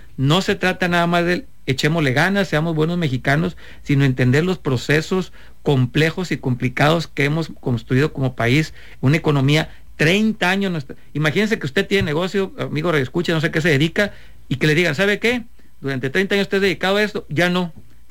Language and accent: Spanish; Mexico; hay que tratar como mexicanos hacer lo que nos toque desde donde nos toca.